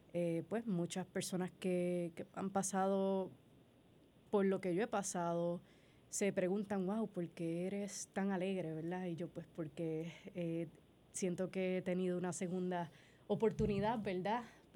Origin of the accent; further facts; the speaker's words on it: San Juan, Puerto Rico; Sí, nacida y criada en Puerto Rico. Crecí en el sector, en el área de Punta Las Marías.